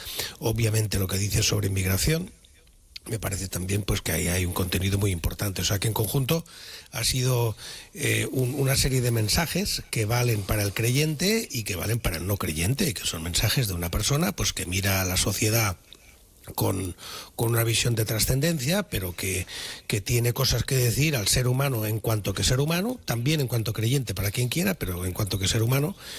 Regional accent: Barcelona, Catalonia, Spain; Evidentemente, como barcelonés y catalán, pues lo de la Sagrada Familia me ha emocionado

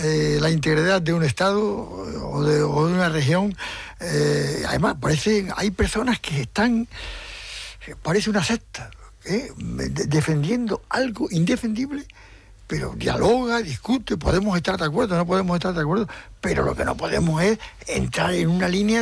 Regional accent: Canary Islands, Spain; yo me siento primero canario, caldense primero, canario, sí, y español.

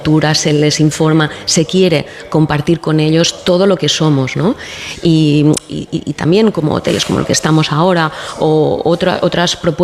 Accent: Ibiza, Balearic Islands, Spain; Obviamente soy subjetiva, soy ibicenca y soy alcaldesa, claro.

